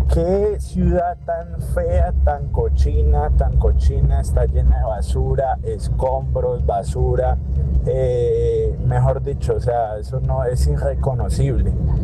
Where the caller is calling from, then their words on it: Cali, Valle del Cauca, Colombia; como caleño que soy.